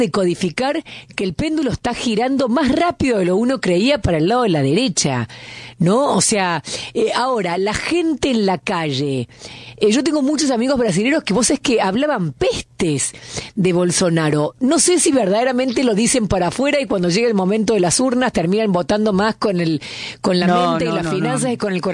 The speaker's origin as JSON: {"language": "Spanish", "country": "Argentina", "said": "Vos sabés, Elio, como argentina, que nosotros acá siempre decimos que votamos con el bolsillo."}